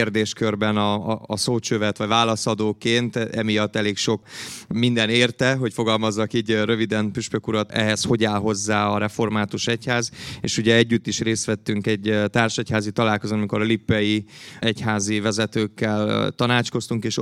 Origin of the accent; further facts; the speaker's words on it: Transylvania, Romania; ha csak a mi erdélyi magyarságunkat tekintve, fölteszem azt a kérdést, hogy mi kettős, minimum kettős kisebbségben vagyunk, egyrészt a Romániában élő magyarként, másrészt pedig kisebbségként, akár mint olyan ortodox egyházhoz való kisebbségben, mint református egyházként